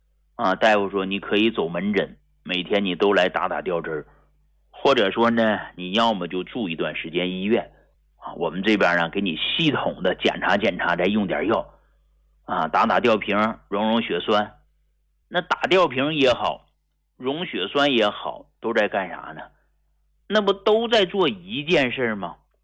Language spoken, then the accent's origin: Chinese; Hegang, Heilongjiang, China; born there; 你像我出生在黑龙江鹤岗这么个地儿啊